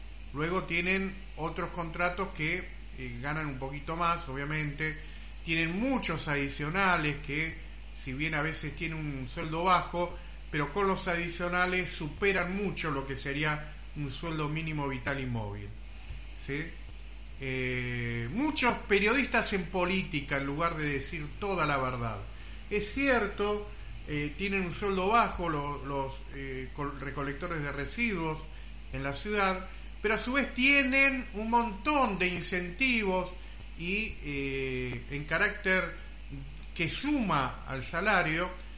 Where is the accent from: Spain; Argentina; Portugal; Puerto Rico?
Argentina; northern Argentina; tomar nuestras propias decisiones como norte argentino.